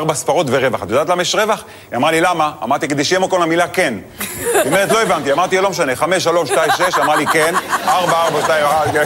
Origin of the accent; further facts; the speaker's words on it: Netanya, Central District, Israel; now in Tel Aviv, Israel; אני גדלתי בנתניה, לא יצא לי, בחיים לא היה לי שליח בבית, כי אמא טריפוליטאית